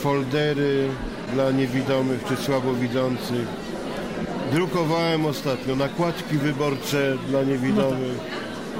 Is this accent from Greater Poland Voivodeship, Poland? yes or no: yes; Ostrów Wielkopolski, Greater Poland Voivodeship, Poland; Z Ostrowa Wielkopolskiego.